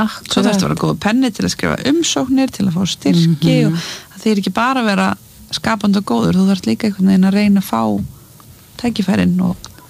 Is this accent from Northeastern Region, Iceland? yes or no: no; Mosfellsbær, Capital Region, Iceland; já, ég elst upp í Mosels bæ með mömmu og, þarna, og eldri bróðum mínum og þetta bara svona venjulegt Mosó líf